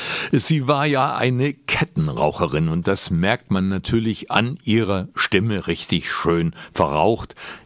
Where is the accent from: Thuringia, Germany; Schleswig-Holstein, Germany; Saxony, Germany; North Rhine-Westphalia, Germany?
Saxony, Germany; Zittau; Die Helga hat mich sogar in meiner Heimatstadt in Zittau besucht.